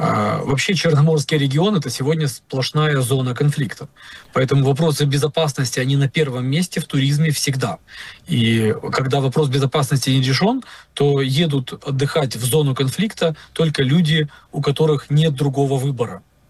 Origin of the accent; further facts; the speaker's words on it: Crimea, Ukraine; now in Kyiv, Ukraine